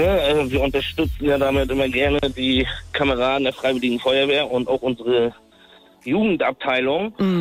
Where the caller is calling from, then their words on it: Waldsmühlen, Mecklenburg-Vorpommern, Germany; Ich komme aus Waldsmühlen